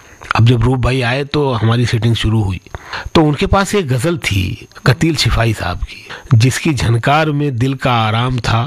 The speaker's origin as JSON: {"language": "Hindi", "town": "Surat", "region": "Gujarat", "country": "India", "lives_now": "Mumbai, India", "said": "तो मैं सूरत से मुंबई आ गया 2001 फरवरी में"}